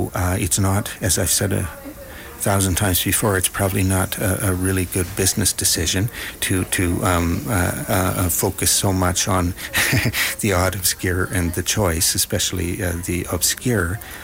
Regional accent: Edmonton, Alberta, Canada; born there; also born or lived in Toronto; I went to the University of Alberta in Edmonton, and have lived and traveled elsewhere, but as I said, this is home base.

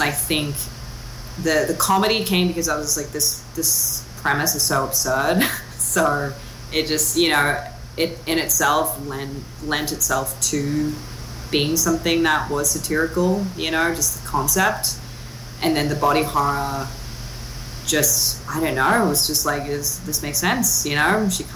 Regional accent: Sydney, New South Wales, Australia; And it also made me think about when I was a teenager growing up in Sydney, And, you know, I think Australia's got a very complicated history.

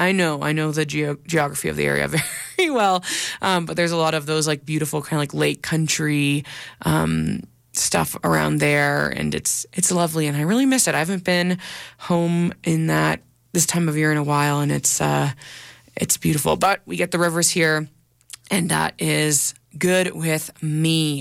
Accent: Kingston, Ontario, Canada; moved away; I'm from Ontario, from Kingston.

